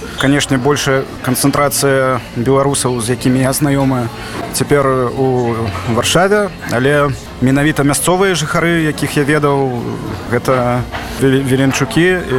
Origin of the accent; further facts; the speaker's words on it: Minsk, Belarus; Мой родны горад гэта заўжды будзе Менск